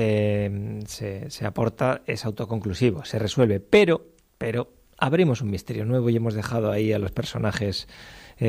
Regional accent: La Rioja, Spain; also born or lived in Zaragoza; now in San Sebastián, Spain; Yo vengo de un pueblecito de La Rioja

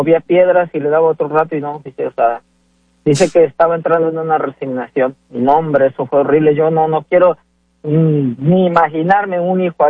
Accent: Tlaxcala, Mexico; Yo soy de Tlaxcala y cuando salíamos a trabajar al estado de Puebla.

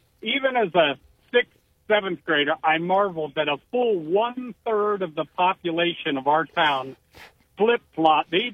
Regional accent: Ravenna, Ohio, United States; born or raised there

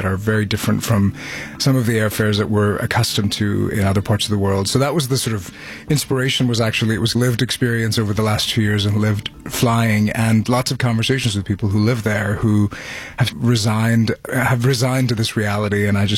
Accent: Pakistan; I'm originally from Pakistan

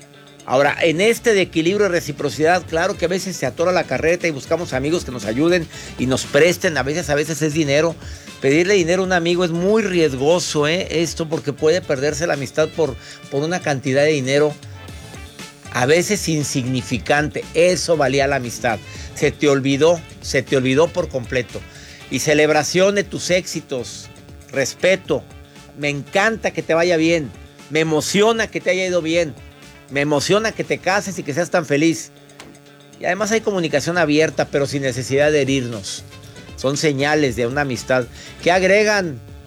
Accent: Nuevo León, Mexico; En Nuevo León, mi tierra querida.

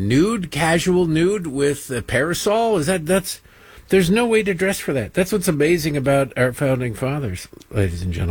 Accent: Michigan, United States; I know, I'm a wuss. I grew up in Michigan, though. I ain't used to this.

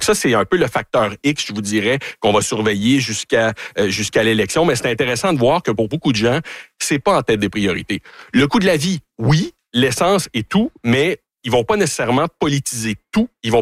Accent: Canada; Mais c'est drôle, mais quand on dit qu'on est Canadien, honnêtement, sur le terrain, il y a beaucoup de gardes qui tombent

